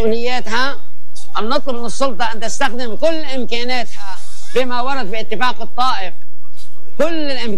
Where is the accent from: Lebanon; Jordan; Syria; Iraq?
Lebanon; ونحن كلبنانيين نتدبر أمورنا فيما بيننا ونتوحد لمواجهة الاحتلال